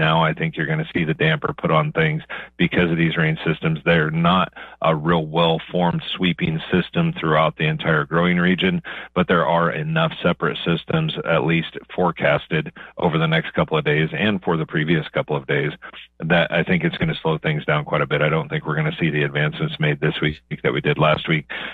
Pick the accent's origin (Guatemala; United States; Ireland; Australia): United States; Kansas; where I grew up in Western Kansas